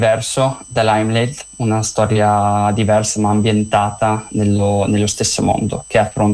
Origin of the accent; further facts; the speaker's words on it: Friuli-Venezia Giulia, Italy; Vengo da Jelo del Friuli.